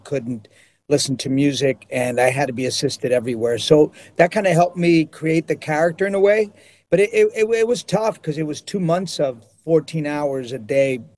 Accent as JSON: {"language": "English", "region": "New York", "country": "United States", "tie": "born or raised there"}